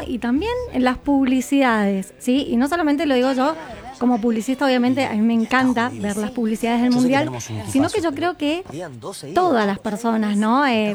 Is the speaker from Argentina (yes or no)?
yes; Argentina; los argentinos somos muy exigentes con las publicidades mundialistas.